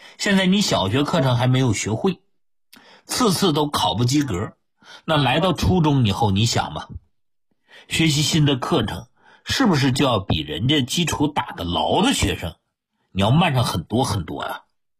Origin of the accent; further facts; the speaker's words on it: China; 你看西方人毛发比我们中国人厚